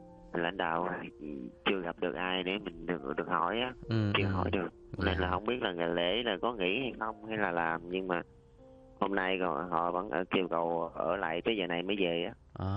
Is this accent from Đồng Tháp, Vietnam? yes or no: yes; Lai Vung, Đồng Tháp, Vietnam; Dạ, ở Lai Dung, ở Đồng Tháp.